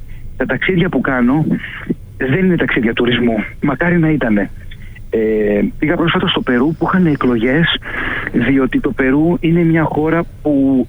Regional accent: Greece

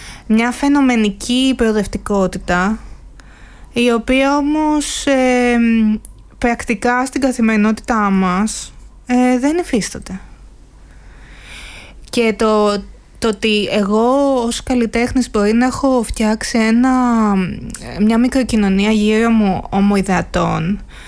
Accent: Greece; first language Greek; καθότι είναι η μητρική μου γλώσσα, είναι το περιβάλλον στο οποίο κινούμε, η Ελλάδα.

